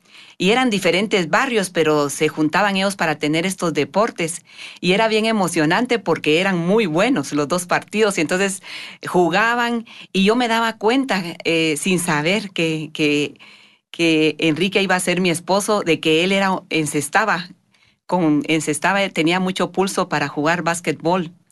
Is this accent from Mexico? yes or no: no; Quetzaltenango, Guatemala; yo nací en Guatemala, en Quetzaltenango, Guatemala, ¿verdad? Ahí me crié yo con tres hermanos más, somos cuatro en la familia, dos varones y dos mujeres, mis padres también de Guatemala.